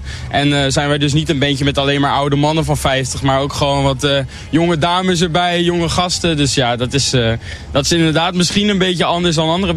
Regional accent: Steenbergen, North Brabant, Netherlands; We komen uit Steenbergen.

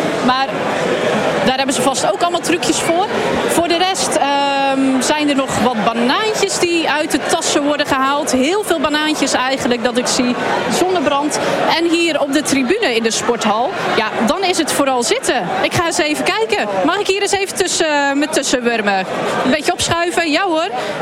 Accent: Zeeland, Netherlands; Ja, even Zeeuws-Vlamingen onder elkaar.

